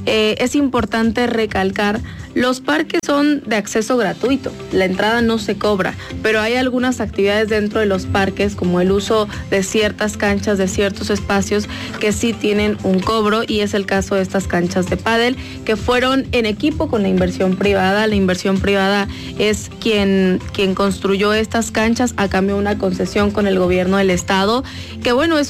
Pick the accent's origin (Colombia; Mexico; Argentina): Mexico; Puebla; los parques son de nosotros como poblanos.